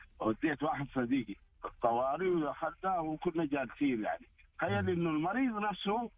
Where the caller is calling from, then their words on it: Riyadh, Riyadh Province, Saudi Arabia; أنا من الرياض.